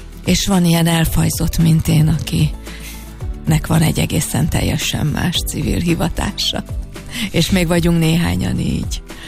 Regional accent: Hungary; én magyar vagyok.

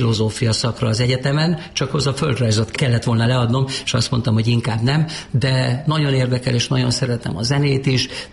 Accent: Máza, Baranya, Hungary; Egy kis baranyai faluban, Mázán nőttem föl, de azt mondom, hogy még ez is egy kis túlzás, mert Mázán az erdőszélen laktunk.

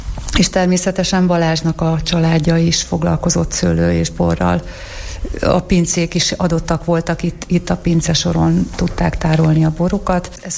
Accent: Tiszapüspöki, Jász-Nagykun-Szolnok, Hungary; now in Mogyoród, Hungary; az én oldalamról is Szolnok megyei vagyok, Tiszapüspökiben

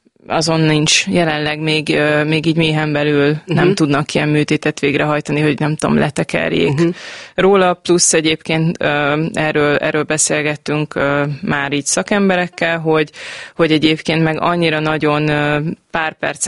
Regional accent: Gyöngyös, Heves, Hungary; Gyerekkoromban pedig én amúgy gyöngyösi származású vagyok

